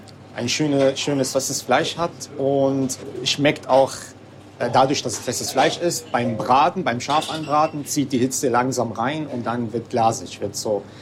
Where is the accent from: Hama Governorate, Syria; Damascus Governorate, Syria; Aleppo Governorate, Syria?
Damascus Governorate, Syria; Damascus; moved away as an adult; now in Wuppertal, Germany; Ich komme ursprünglich aus Syrien, aus Damaskus.